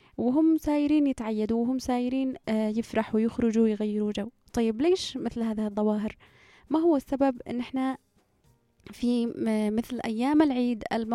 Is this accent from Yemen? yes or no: yes; Yemen; إحنا اليمنيين